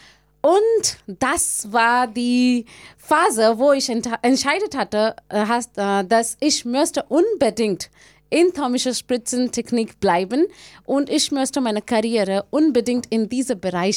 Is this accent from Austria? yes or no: no; India; hatte ich für mich diesen Kurs gesucht in einer anderen Stadt in Indien. Davor hatte ich auch von meiner Heimat, davor muss ich von meiner Heimat umsehen, so ein anderer Ort, sehr weit weg.